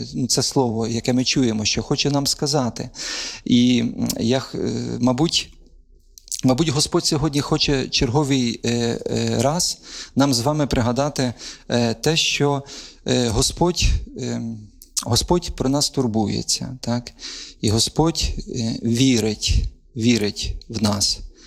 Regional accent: Vinnytsia Oblast, Ukraine; я з Вінниччини, а там нас багато дуже євреїв жило на той час, я з ними ріс

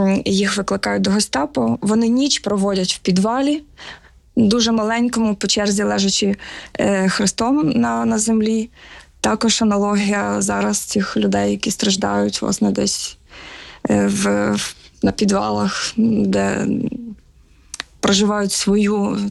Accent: Zhytomyr, Zhytomyr Oblast, Ukraine; born there; Я народилася в Житомирі в християнській родині.

